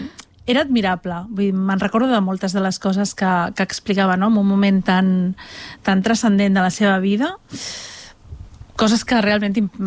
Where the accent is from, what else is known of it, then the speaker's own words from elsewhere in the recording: Montgat, Catalonia, Spain; Estem allà entre Maresme i Barcelonès, però oficialment som Maresme.